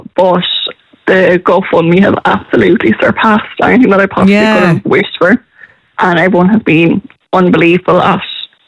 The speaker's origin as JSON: {"language": "English", "town": "Arklow", "region": "Leinster", "country": "Ireland", "tie": "born or raised there", "said": "My hometown, Arklow, has been tremendous."}